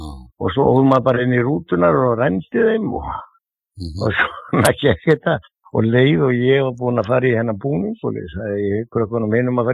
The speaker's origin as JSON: {"language": "Icelandic", "town": "Reykjavík", "region": "Capital Region", "country": "Iceland", "tie": "born or raised there", "said": "ég er fæddur og uppalinn í Klefsholtinu"}